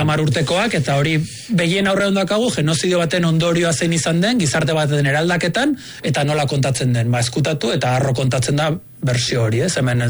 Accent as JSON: {"language": "Basque", "country": "Bosnia & Herzegovina", "second_language": "Basque", "moved": "yes", "lives_now": "San Sebastián, Spain", "said": "ni Donostia etorri nintzen, gerra hasi zen, gure herrian, gurasoi etxea arrezieten, lagunak hilzizkidaten, ni Zubietan nengoen entrenatzen, eta ez nuen etxera bueltatu nahi Bosniako gerrako notiziak entzutera."}